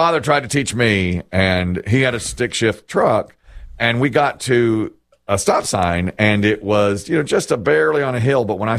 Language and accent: English; Asheboro, North Carolina, United States; moved away; my hometown of Asheboro